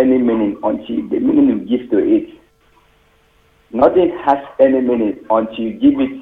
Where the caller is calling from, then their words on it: Ogun, Nigeria; Ogun State.